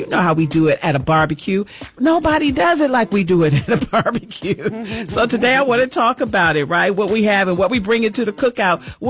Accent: Chesapeake Bay area, United States; I'm from the East Coast. We're right off of the bay, Chesapeake Bay.

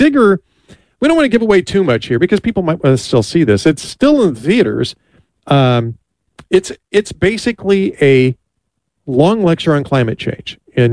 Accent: Los Angeles, California, United States; I grew up out in the Los Angeles area. Grew up watching KTLA.

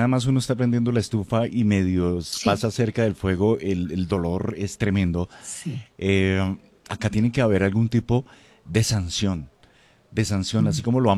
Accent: Colombia

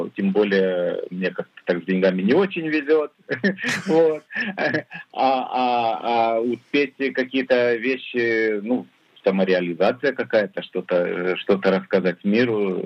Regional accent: Ukraine; now in Israel; чтобы в моем анонсе было указано, что я из Израиля. Вот, они написали, поскольку я родом из Украины

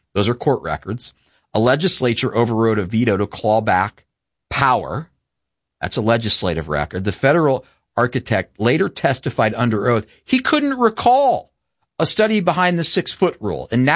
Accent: Ashland County, Ohio, United States; my hometown, Ashland County

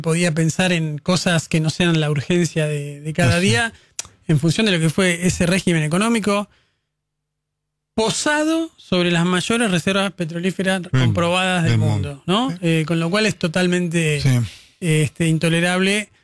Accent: Argentina

